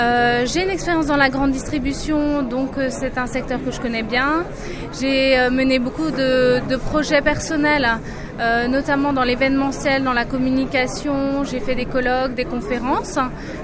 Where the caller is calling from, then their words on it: Grand Est, France; si je reste en Alsace